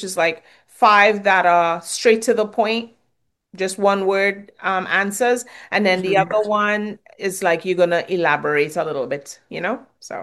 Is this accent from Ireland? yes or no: no; Trinidad & Tobago; accent: Trinidad; I had to say it in my Trinidad accent, right?